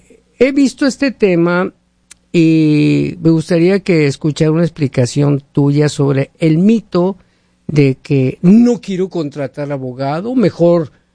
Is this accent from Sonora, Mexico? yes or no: yes; Hermosillo, Sonora, Mexico; moved away; Y, pero nosotros nos quejamos y allá en Hermosillo, mi tierra, 110, 112. ¿Cómo la ves?